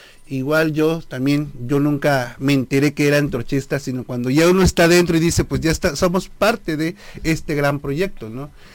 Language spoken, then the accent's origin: Spanish; Mexico City, Mexico; now in Tijuana, Mexico; ya vamos a cumplir 10 años aquí en Tijuana. Yo vengo de la Ciudad de México.